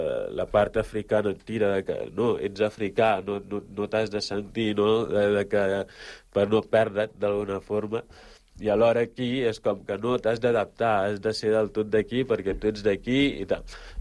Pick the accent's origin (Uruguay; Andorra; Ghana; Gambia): Gambia; Upper River; moved away; el Nyamanari, el meu poble, també està en aquesta regió